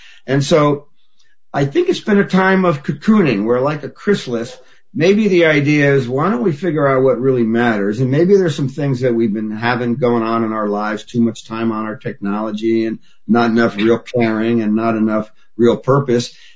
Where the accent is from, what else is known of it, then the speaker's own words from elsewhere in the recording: Newark, New Jersey, United States; I grew up in Newark, New Jersey, and I was born in 1950.